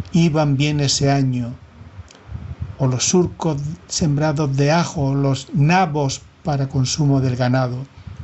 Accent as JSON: {"language": "Spanish", "town": "Fonelas", "region": "Andalusia", "country": "Spain", "moved": "as an adult", "said": "Soy de ese lugar amplísimo, un valle hermosísimo, la Hoya de Guadix, con pueblos como el mío, Fonelas, enclavado entre la vega, la de vida azul y verde, y los espectaculares paisajes de montes, de vegetación de matorral"}